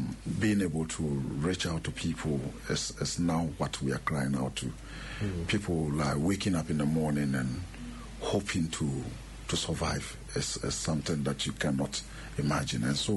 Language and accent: English; Ghana; As a Ghanaian, when your colleague, especially when the dead body, we respect the dead so much, that's the last we can give to anybody.